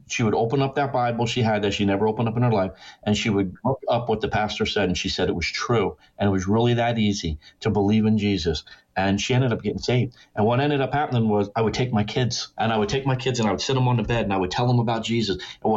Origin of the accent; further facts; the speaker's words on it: New Jersey, United States; born there; I was born in New Jersey